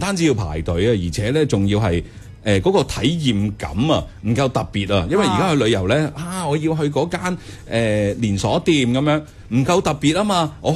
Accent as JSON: {"language": "Cantonese", "area": "Shunde", "region": "Guangdong", "country": "China", "tie": "born or raised there", "said": "因为喺度即系我举翻咧就系即系顺德呢笪地方啦。咁我喺度大嘅时候咧，其实我系会有好多嘅一啲信息咧，你好难喺网络上边咧系揾得到嘅。"}